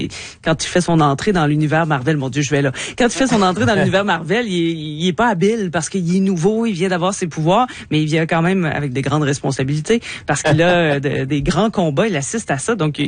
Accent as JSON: {"language": "French", "country": "Canada", "said": "Donc on pouvait pas avoir accès en tant que Canadien."}